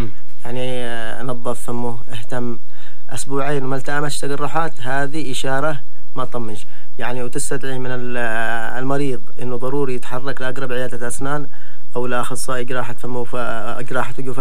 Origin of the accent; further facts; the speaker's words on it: Yemen; احنا كمجتمع يمني